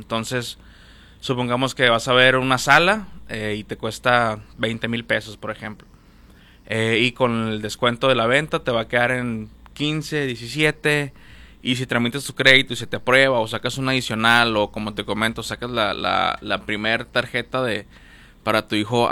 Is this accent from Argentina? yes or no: no; Mexico; como buenos mexicanos, es de que voy mañana